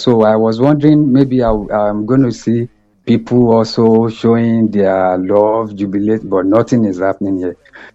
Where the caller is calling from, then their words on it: Port Elizabeth, Eastern Cape, South Africa; from South Africa.